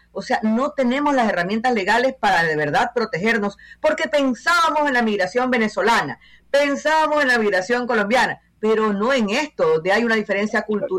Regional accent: Ecuador; yo me siento sinceramente como ecuatoriana amenazada

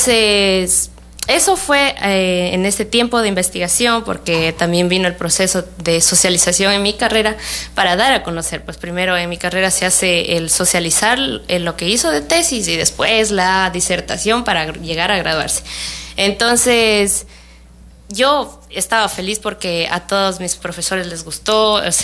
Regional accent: Macas, Morona Santiago, Ecuador; moved away; siempre como macabea que soy, amante de mi tierra

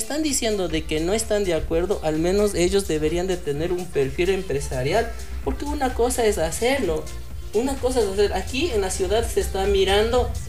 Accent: Ambato, Tungurahua, Ecuador; Soy de Tungurahua, soy de Ambato

